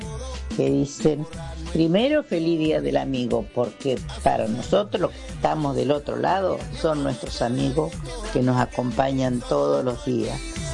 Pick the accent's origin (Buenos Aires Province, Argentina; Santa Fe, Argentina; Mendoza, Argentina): Buenos Aires Province, Argentina; Junín; Yo soy de Junín, no hubiese podido ir, pero los recibiría con todos los honores.